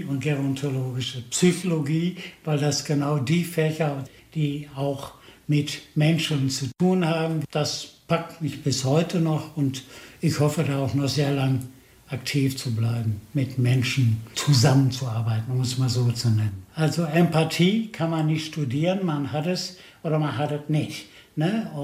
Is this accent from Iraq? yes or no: no; Netherlands; now in Germany; als Niederländer, sage ich jetzt mal